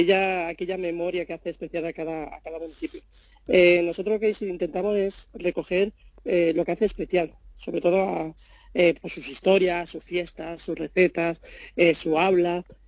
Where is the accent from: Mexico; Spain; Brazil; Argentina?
Spain; Albanchez, Andalusia; moved away; cuando uno es natural de un pueblo, y también un pueblo pequeño como Albanchés, un pueblo súper especial, muy bonito, y te vas fuera